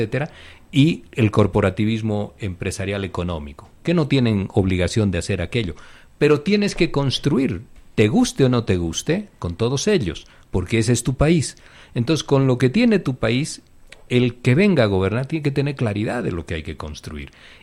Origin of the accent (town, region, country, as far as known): Bolivia